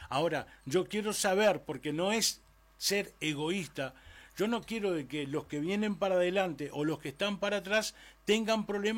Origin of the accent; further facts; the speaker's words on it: Uruguay; Yo sinceramente, como uruguayo y ya no veo muy lejos la jubilación